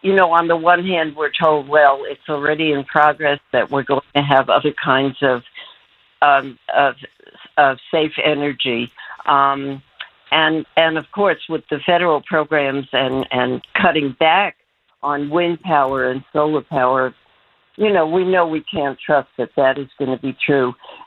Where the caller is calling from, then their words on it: Berkeley, California, United States; Actually, I live in Berkeley, but I'm in San Francisco right now.